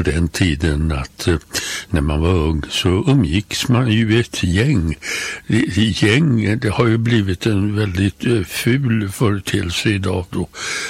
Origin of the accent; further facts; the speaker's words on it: Danderyd, Stockholm County, Sweden; Och vi hade vårt gäng i Danderyd där jag växte upp.